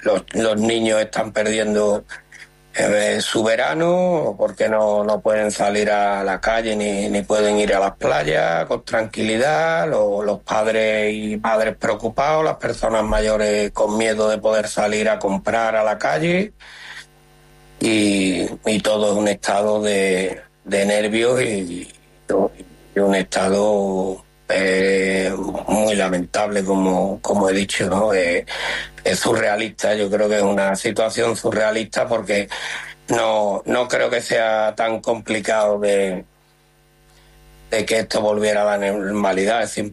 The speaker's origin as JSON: {"language": "Spanish", "town": "Gerena", "region": "Andalusia", "country": "Spain", "said": "Yo creo que, como has dicho, soy de Gerena"}